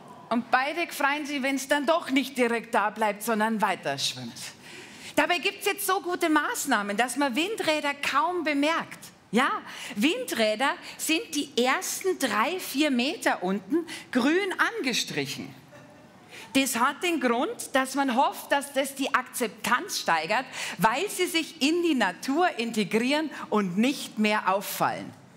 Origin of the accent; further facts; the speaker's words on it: Bavaria, Germany; ich komme aus Bayern.